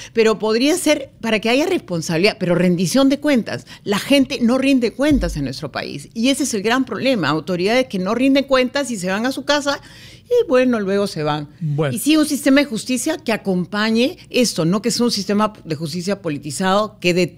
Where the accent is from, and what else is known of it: Peru